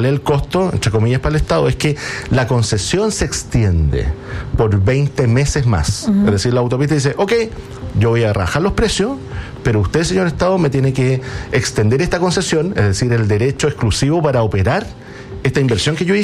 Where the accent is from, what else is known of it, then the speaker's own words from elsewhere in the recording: Paillaco, Los Ríos, Chile; Yo soy de Payaco, recuerda usted.